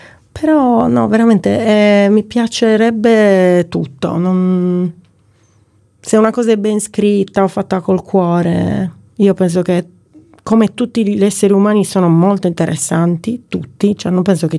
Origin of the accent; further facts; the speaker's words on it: Nuoro, Sardinia, Italy; moved away; adoro la Sardegna, mi piace moltissimo Cagliari, io sono di Nuoro, quindi adoro Nuoro